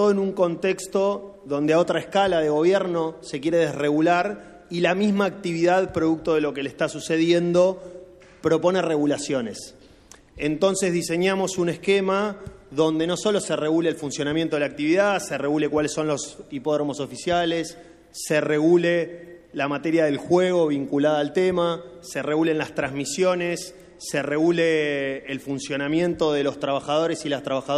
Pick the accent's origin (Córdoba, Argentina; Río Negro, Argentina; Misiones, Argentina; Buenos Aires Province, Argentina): Buenos Aires Province, Argentina; Pehuajó; yo soy de Pehuajó. Pehuajó tiene uno de los hipódromos importantes dentro de la provincia de Buenos Aires